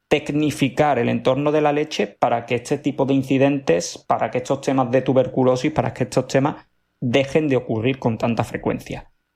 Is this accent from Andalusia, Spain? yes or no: yes; Seville, Andalusia, Spain; yo como sevillano